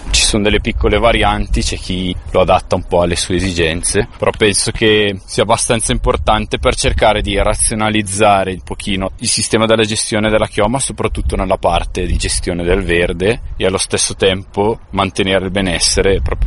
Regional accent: Bergamo, Lombardy, Italy; moved away as an adult; now in Valtellina, Italy; Sono bergamasco, dopo gli studi e aver fatto un po' di esperienza in giro, la possibilità casualmente di venire a lavorare qui in Valtellina come operaio di campagna.

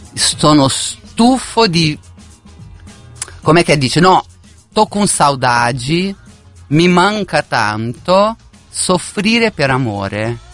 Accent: Brazil; now in Italy

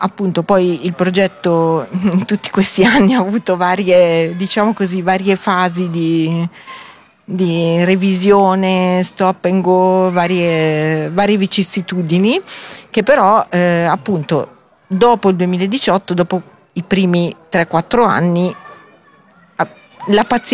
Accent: Milan, Lombardy, Italy; born there; io sono nata in Bovisa

